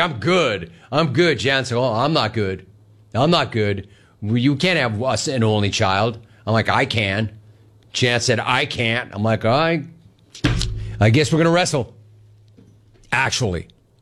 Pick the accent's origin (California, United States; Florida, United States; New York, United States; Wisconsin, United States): California, United States; San Fernando Valley; I grew up in the San Fernando Valley. It's hot as hell.